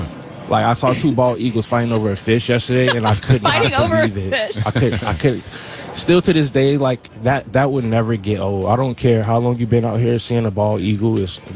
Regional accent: Florida, United States; moved away; Yeah, I'm from Florida

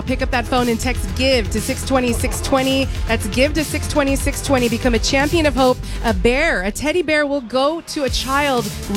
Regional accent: Texas, United States; now in Phoenix, United States; I'm from Texas, so I brought that with me.

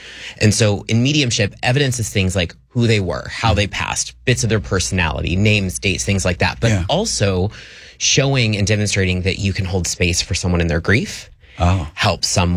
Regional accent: Ohio, United States; I grew up in Ohio in a conservative family.

